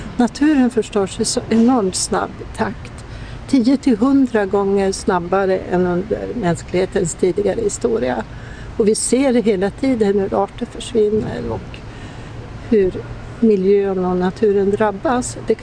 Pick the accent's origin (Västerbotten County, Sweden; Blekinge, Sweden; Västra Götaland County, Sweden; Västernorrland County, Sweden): Västerbotten County, Sweden; Lycksele; moved away as an adult; now in Stockholm, Sweden; jag växte upp i Lycksele, och jag har ju alltid vetat att min släkt är samisk på pappas sida. Min farmor var från en renägande släkt. Hennes föräldrar var från Ranegran samebyar.